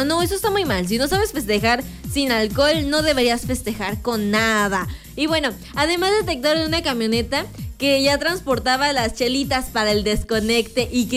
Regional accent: Mexico; nosotros como mexicanos

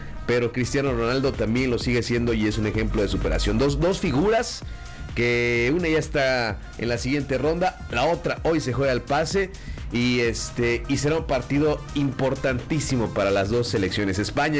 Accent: Mexico

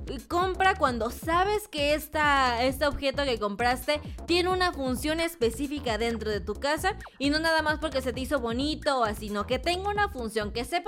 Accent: Mexico

